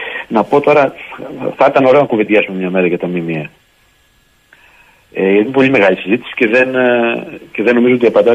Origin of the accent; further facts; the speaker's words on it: Tzoumerka, Epirus, Greece; εγώ έχω κρεμάσει την κάπα μου, λέμε στο χωριό μου, στην Ήπειρο, στα ορεινά και στα Τζουμέρκα τα ορεινά.